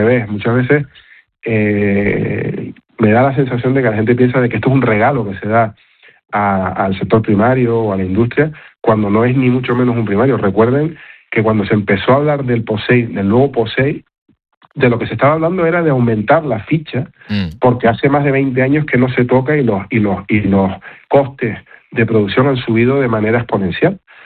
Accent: Canary Islands, Spain; como canarios debemos sentirnos muy defraudados

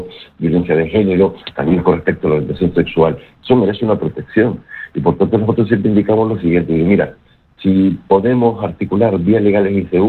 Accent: Canary Islands, Spain

